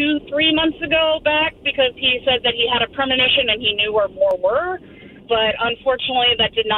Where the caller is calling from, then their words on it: Pacific Northwest, United States; My family has some strong heritage here in the Pacific Northwest. My uncle by marriage is known as … the Green River Killer.